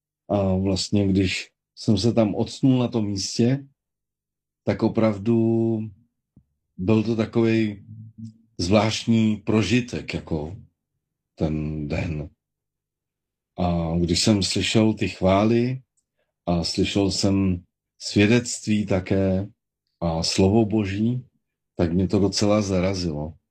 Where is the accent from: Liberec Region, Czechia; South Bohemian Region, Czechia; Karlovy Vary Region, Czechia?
Karlovy Vary Region, Czechia; Cheb; je mi 52 let, pocházím z Chebu.